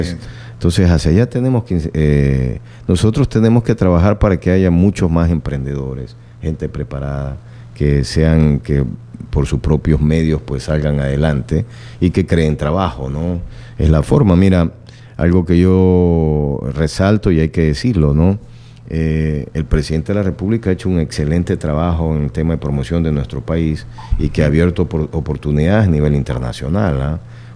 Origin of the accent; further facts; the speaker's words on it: El Guabo, El Oro, Ecuador; Sí, toda mi vida, ¿no? Ahí es donde he crecido, junto a toda la gente.